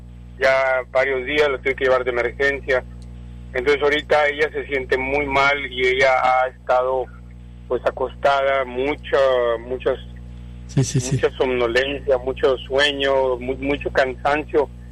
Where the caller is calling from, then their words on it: Los Fresnos, Texas, United States; de Los Fresnos